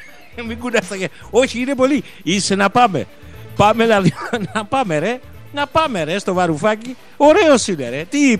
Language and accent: Greek; Western Greece, Greece; Να στείλουμε επίσης την καλημέρα μου στην πατρίδα μου, την Ετωλοακαρνανία.